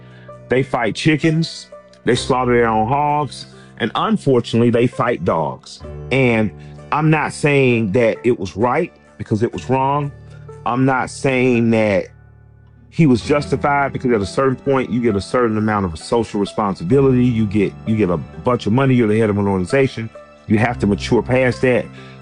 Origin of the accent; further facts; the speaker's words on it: the South, United States; I grew up in the South. My grandparents were from Eatonton, Georgia, and Tuskegee.